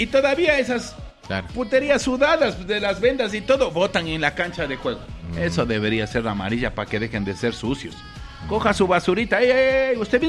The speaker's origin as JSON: {"language": "Spanish", "country": "Ecuador", "said": "somos campeones los ecuatorianos"}